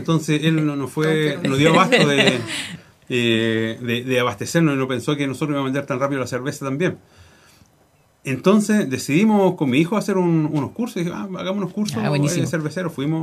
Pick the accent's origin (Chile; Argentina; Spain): Chile; Chillán, Ñuble; moved away as an adult; now in Quemchi, Chile; yo soy oriundo de Chillán, ¿ya? Llegué hace 25 años aquí a Chiloé, específicamente a la comuna de Quemchi, a realizar trabajo en una empresa salmonera.